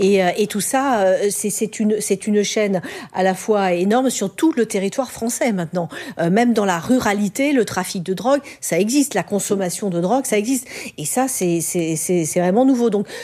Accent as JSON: {"language": "French", "town": "Dijon", "region": "Bourgogne-Franche-Comté", "country": "France", "tie": "born or raised there", "said": "Je suis originaire de Dijon."}